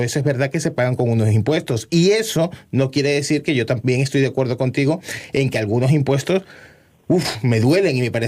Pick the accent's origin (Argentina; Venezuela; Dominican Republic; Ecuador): Venezuela; now in Spain; lo pongo yo como venezolano que me vine para acá privilegiado porque soy de padres españoles